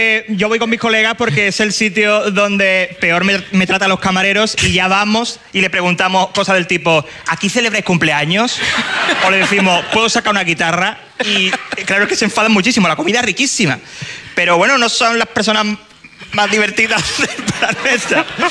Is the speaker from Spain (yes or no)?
yes; Chiclana, Andalusia, Spain; Yo soy de Chiclana y muy, muy orgulloso.